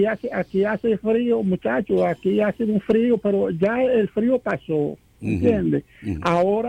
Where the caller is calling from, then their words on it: Indiana, United States; Te estoy llamando de Indiana.